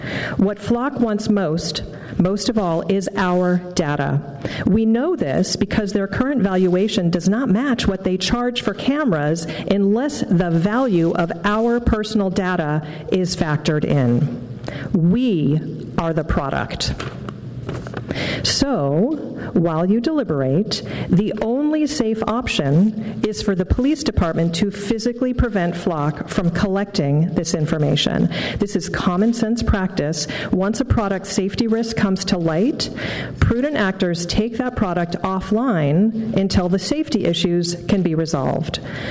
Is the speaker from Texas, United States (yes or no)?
no; Palo Alto, California, United States; I grew up in Palo Alto, attending K through 12 here, and my parents still live in the same house where I grew up.